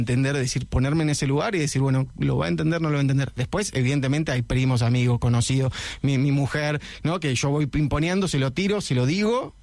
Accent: Argentina; ya sé que soy argentino

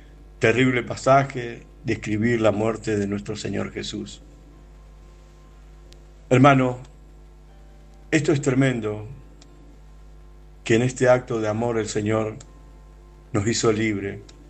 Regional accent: Argentina; de Argentina y agradezco a Dios por este tiempo de poder compartir la palabra con ustedes.

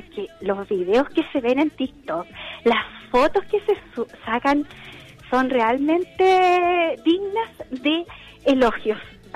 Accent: Tomé, Biobío, Chile; Nosotros somos de Tomé

